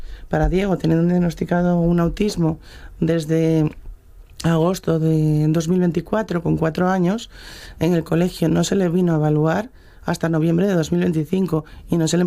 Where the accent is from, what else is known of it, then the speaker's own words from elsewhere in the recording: Navia, Asturias, Spain; Yo vengo de Navia.